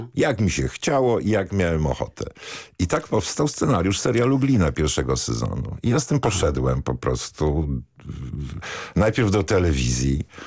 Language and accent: Polish; Łódź, Łódź Voivodeship, Poland; się urodziłem, wychowałem w Łodzi